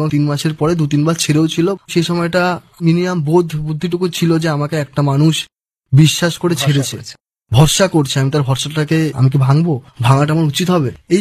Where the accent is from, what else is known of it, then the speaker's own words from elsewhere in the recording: Shyamnagar, West Bengal, India; now in Kolkata, India; আমার বাড়ি শ্যামনগর, আমার কলকাতা তো এক আত্মীয়ের বাড়ি আছে